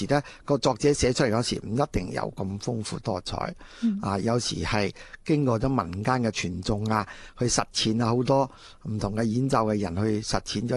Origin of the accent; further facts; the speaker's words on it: Lingnan, China; 咁我估计广东音乐都应该有呢种我哋岭南人嘅特性喺度。